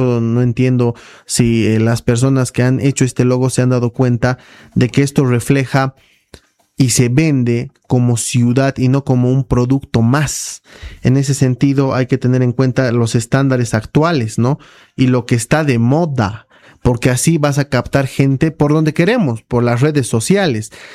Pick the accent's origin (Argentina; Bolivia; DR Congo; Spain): Bolivia; La Paz; lo que somos los paceños, porque yo soy paceño, porque yo he nacido en esta ciudad